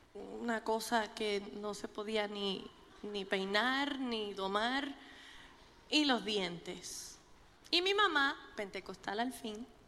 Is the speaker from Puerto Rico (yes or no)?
yes; Puerto Rico; born there; moved away; also born or lived in New York; un boricua. Y nos mudamos de New York a Puerto Rico. Y en Puerto Rico fue donde me crié desde los 7 años y medio de edad. Y me siento más boricua que el coquí. Pero soy de las boricuas que come y hace mangú.